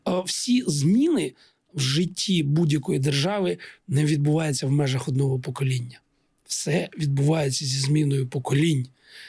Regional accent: Donbas, Ukraine; Я східняк. І хоча я народився на півночі Сходу, моя молодість прийшла на Донбасі. Я східняк по суті.

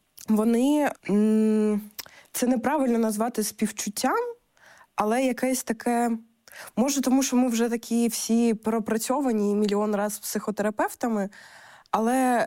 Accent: Simferopol, Crimea, Ukraine; і я з Сімферополя.

